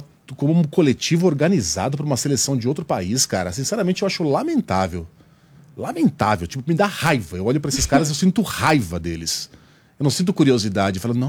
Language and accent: Portuguese; Brazil; sendo brasileiro, você tendo nascido no país que mais ganhou Copas do Mundo